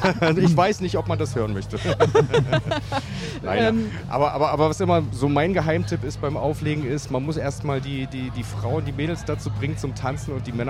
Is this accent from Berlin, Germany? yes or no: yes; Berlin, Germany; moved away as an adult; now in Eisenach, Germany; Tatsächlich bin ich in Berlin aufgewachsen und mich hat es dann nach Studium hierher nach Eisenach verschlagen.